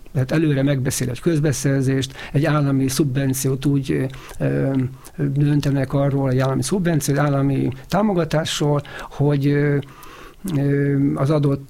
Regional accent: Hungary

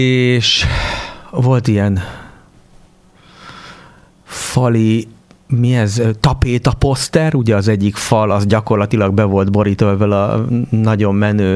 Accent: Budapest, Hungary; az életemnek ezen szakaszának nagy részét Újpesten töltöttem, az újpesti lakótelepen laktunk a Bán Tibor utcában, a Bán Tibor utca 9-ben, hogyha jól emlékszem, a 9. emelet 53-as lakásban

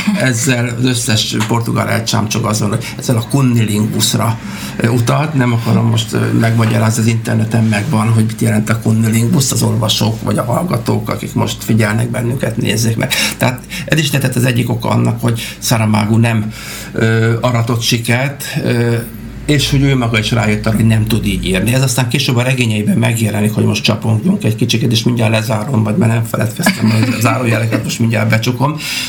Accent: Hungary; Magyarországról vagyunk

